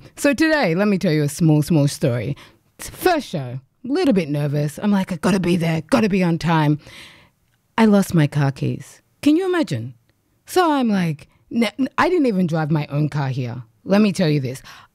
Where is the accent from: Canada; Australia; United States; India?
Australia; Canberra, Australian Capital Territory; I grew up here, I grew up in Canberra, I am a little bit disconnected from Uganda in some ways, but I do have 4 adopted children there. So I go back very often.